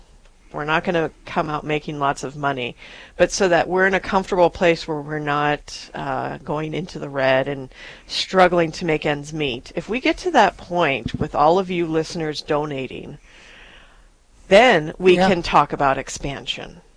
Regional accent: Rapid City, South Dakota, United States; I was born and raised in Rapid

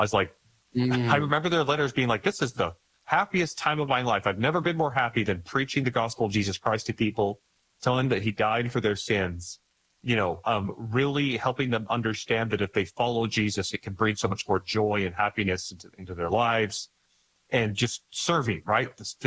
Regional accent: Idaho, United States; So I grew up in Idaho in a family of 9 kids, very conservative family.

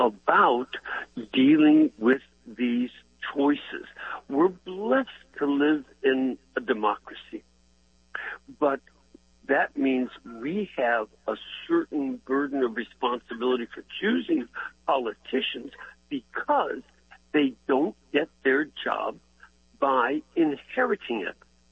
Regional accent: Illinois, United States; I'm from Illinois.

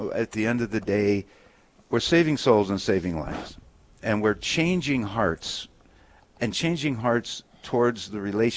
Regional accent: Wibaux, Montana, United States; also born or lived in Beach, North Dakota; I don't know how far you want to go back, Karen, but I was born in Beach, North Dakota, raised in Weeble, Montana. Neither community claims me anymore.

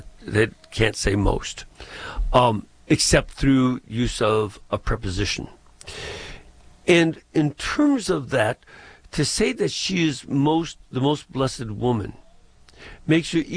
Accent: Chicago, Illinois, United States

